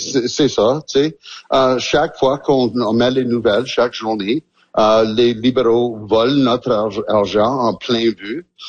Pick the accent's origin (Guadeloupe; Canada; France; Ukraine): Canada; Alberta; Nous sommes des Albertains. On travaille fort, tu sais